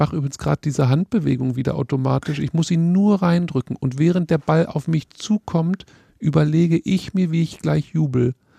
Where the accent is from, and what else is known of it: Witten, North Rhine-Westphalia, Germany; born or raised there